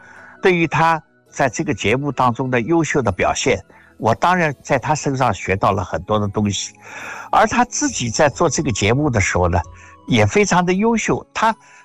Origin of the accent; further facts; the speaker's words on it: Shanghai, China; born there; now in Beijing, China; 我出生在上海，但是我上海的老人都已经不在了